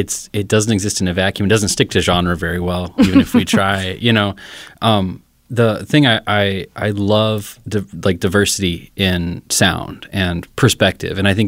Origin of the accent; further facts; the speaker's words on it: Des Moines, Iowa, United States; now in Minneapolis, United States; Des Moines. I grew up in Des Moines.